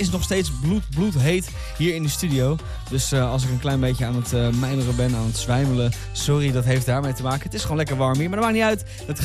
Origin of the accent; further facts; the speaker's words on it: Netherlands; Want ik ben toch een Hollander.